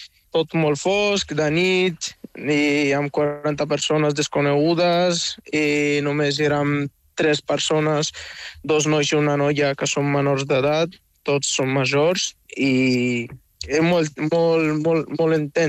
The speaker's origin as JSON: {"language": "Catalan", "country": "Morocco", "moved": "yes"}